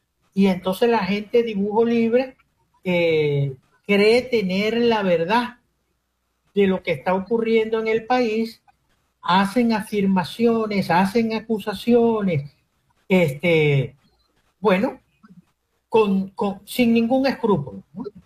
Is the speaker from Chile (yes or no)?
no; Venezuela; somos, por supuesto, venezolanos